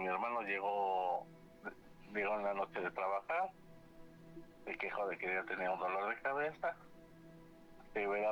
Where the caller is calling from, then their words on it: Tecámac, State of Mexico, Mexico; Desde Tecámac, Estado de México.